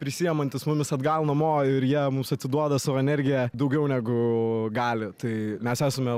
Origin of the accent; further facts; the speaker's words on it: Šiauliai, Šiauliai County, Lithuania; now in Vilnius, Lithuania; Mes esam iš Šiaulių, Sun City'e.